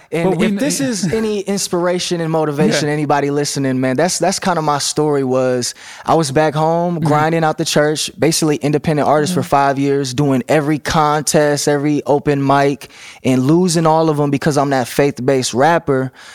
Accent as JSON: {"language": "English", "region": "Midwest", "country": "United States", "said": "I'm from the Midwest."}